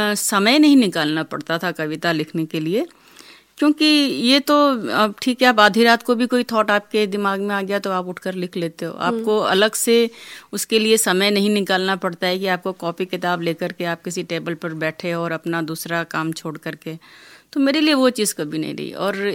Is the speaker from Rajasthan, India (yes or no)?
yes; Rajasthan, India; मैं राजस्थान से आई हूँ और हमारा राजस्थान आप जानती हैं रेगिस्तान के लिए भी जाना जाता